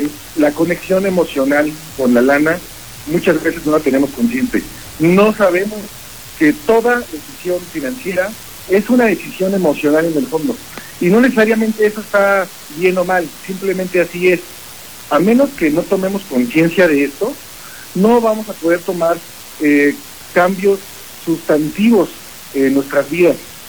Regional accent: Mexico; Nosotros los mexicanos

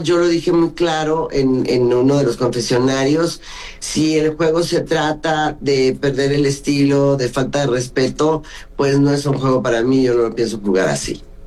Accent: Mexico City, Mexico; born there; also born or lived in Brazil; nos fuimos a vivir a una vecindad, a Clavería, que está al lado de Azcapotzalco, donde hice la preparatoria. Crecí en Popotla, y el hecho de venir de una colonia que no sea la colonia más nice

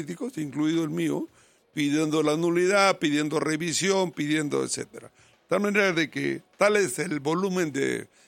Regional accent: Peru; Yo tengo derecho como peruano a elegir y ser elegido.

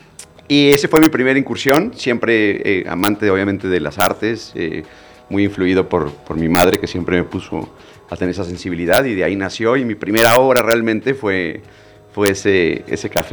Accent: Mexico City, Mexico; born there; Soy mexicano, nací en Ciudad de México.

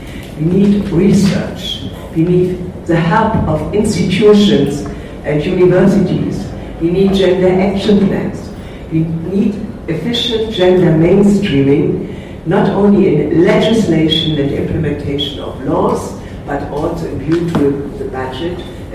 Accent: Germany; we in Germany

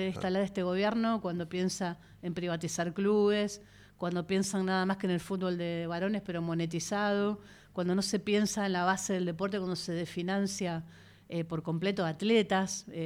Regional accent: Argentina; born there; porque nací en Argentina, porque nací, como nos pasa mucho y a muchas de nosotras, en una familia muy, muy futbolera

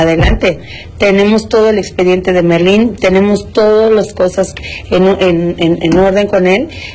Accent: Monterrey, Nuevo León, Mexico; now in Mexico City, Mexico; Nosotros de la Ciudad de México, yo soy de Monterrey.

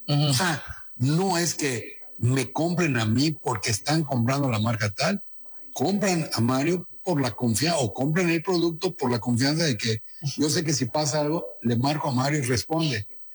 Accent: Mexico; a mí como mexicano, como empresario mexicano

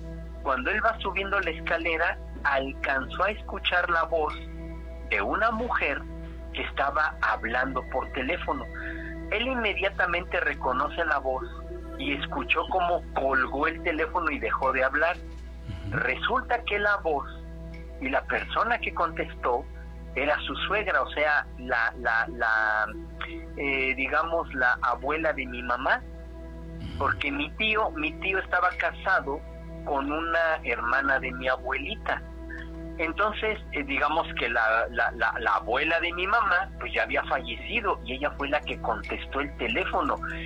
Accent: Mexico City, Mexico; de la Ciudad de México.

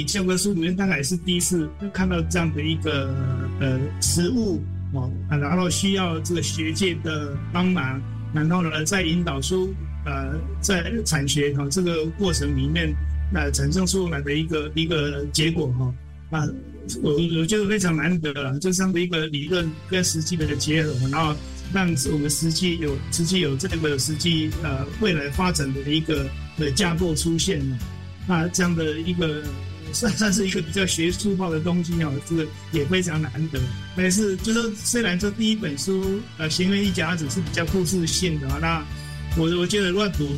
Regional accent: Yunlin County, Taiwan; now in Taipei, Taiwan; 我是云林人

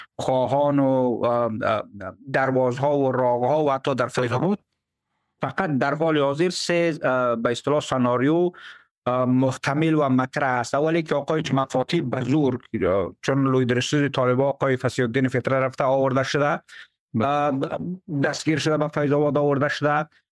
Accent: Badakhshan, Afghanistan; ما که از بدخشان هستم

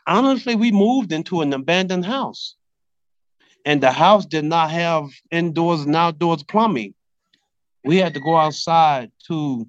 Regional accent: Jonestown, Mississippi, United States; I'm from Jonestown, Mississippi, a population of 1,000 people. Jonestown is approximately an hour south of Memphis, Tennessee.

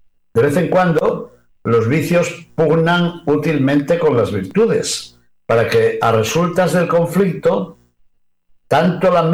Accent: León, Castile and León, Spain; cuyos restos guardamos celosamente en la basílica de su nombre en mi ciudad natal de León.

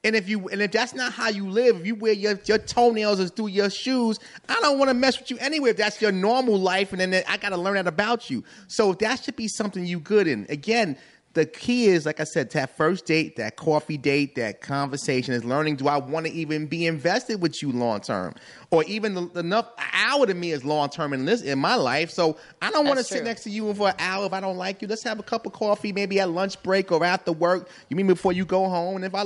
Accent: New York, United States; I mean, we're not from Chicago. We're from New York.

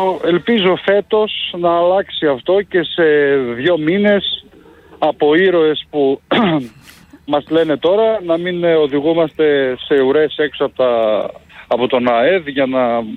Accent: Thessaloniki, Central Macedonia, Greece; Δεν είναι από εδώ τοπική, είμαστε από όλη την Ελλάδα. Εγώ είμαι από Θεσσαλονίκη

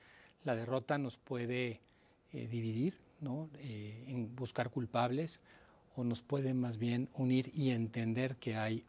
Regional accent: Mexico; Y nosotros, independientemente de lo que sea, somos mexicanos y eso lo tenemos muy claro.

